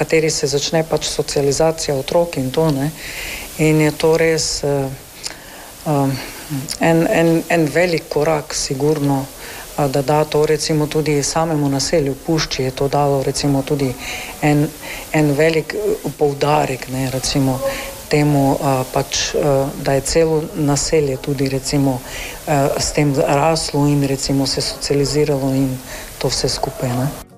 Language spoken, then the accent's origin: Slovenian; Bela krajina, Slovenia; Recimo sem pač iz Bele krajine, ne?